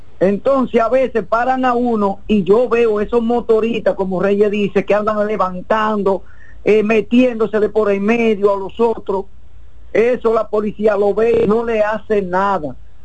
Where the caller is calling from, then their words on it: Navarrete, Santiago, Dominican Republic; Yo soy aquí de Navarrete.